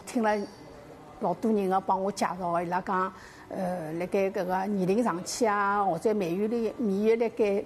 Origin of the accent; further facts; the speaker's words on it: Shanghai, China; 我觉得呢，同安村呢是阿拉上海人比较熟悉的。